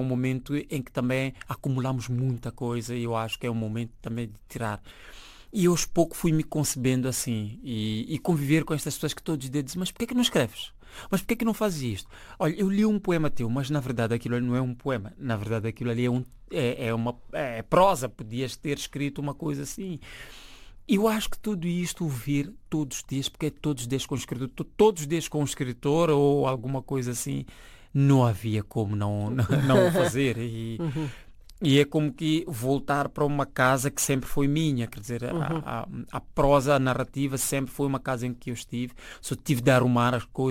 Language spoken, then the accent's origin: Portuguese; Mozambique; quando eu chego no Ghana e digo, olha, sou de Moçambique.